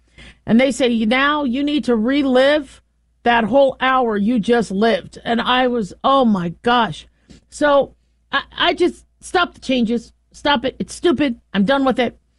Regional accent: California, United States; born there; Most of us are from California. I was born in California. I love the state of California.

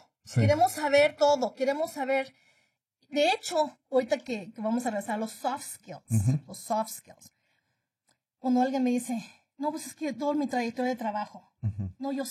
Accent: Mexico; now in United States; Yo soy uno de dos latinos, uh-huh, mexicanos que somos.

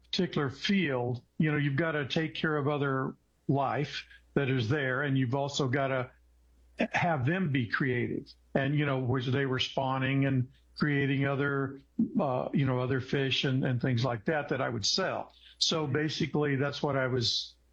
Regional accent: Dallas, Texas, United States; Well, I'm from Dallas, Texas, and I have a sister that's about 6 years younger than me.

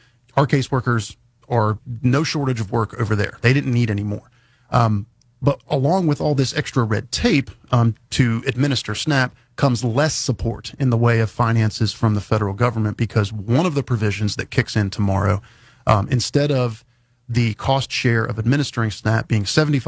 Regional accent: West Virginia, United States; You know, I'm originally from Randolph County. I think we have one, department, brick and mortar in Elkins.

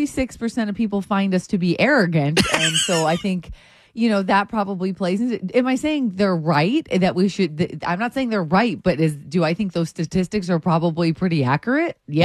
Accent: United States; being an American

